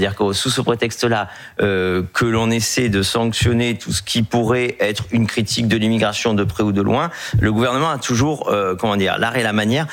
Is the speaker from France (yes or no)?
yes; Marseille, Provence-Alpes-Côte d'Azur, France; Je vais prendre l'exemple de chez moi à Marseille, parce que ce n'est pas anodin.